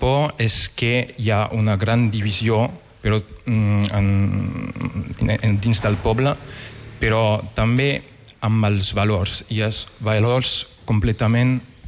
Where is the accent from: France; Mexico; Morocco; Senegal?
France; Catalan is a second language; now in Paris, France; sóc francès.